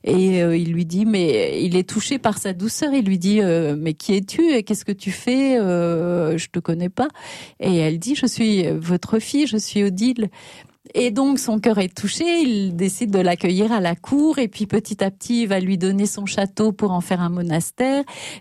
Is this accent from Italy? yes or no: no; Grand Est, France